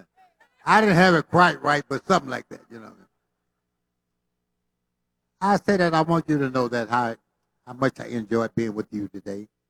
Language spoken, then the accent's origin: English; Mississippi, United States; we're from Mississippi.